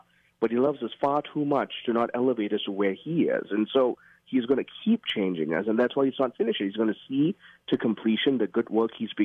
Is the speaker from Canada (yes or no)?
no; Kuala Lumpur, Malaysia; I grew up in Malaysia, Kuala Lumpur, and the way the biblical story has taken hold in the West is simply not the way it has taken hold in the East.